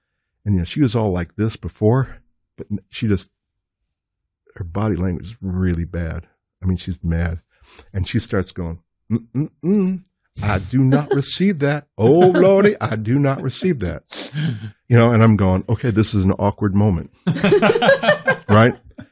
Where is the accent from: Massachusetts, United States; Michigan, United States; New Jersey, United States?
New Jersey, United States